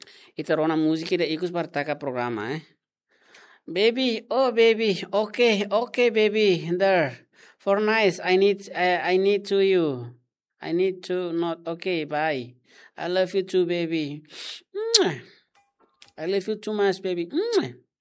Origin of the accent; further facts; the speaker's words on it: Timor-Leste; English is a second language; I am from Timor Leste.